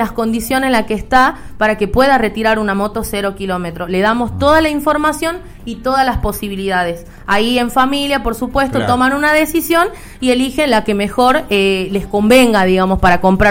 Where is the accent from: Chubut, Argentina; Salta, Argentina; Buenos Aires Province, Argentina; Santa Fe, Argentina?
Salta, Argentina; Yo, obviamente, como soy nuevita, vine desde Salta, acá a trabajar a la zona.